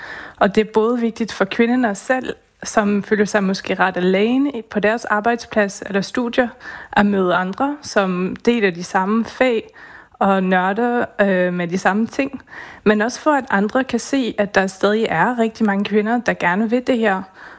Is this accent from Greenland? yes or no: no; Belgium; now in Denmark; Jeg kommer selv fra Belgien